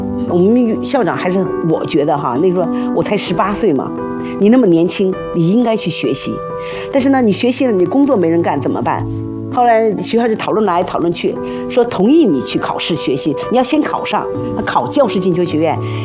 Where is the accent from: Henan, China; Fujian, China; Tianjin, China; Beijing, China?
Beijing, China; also born or lived in Chengdu; 我是北京的。